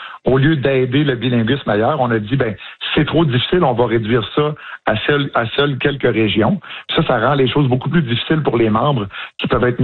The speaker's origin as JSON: {"language": "French", "region": "Quebec", "country": "Canada", "said": "je viens de la Côte-Nord, où la majorité des gens à l'époque, ils disaient « yes, no, toaster » en anglais. Fait que quand je suis rentré dans les forces, j'étais pas bilingue, je suis devenu bilingue"}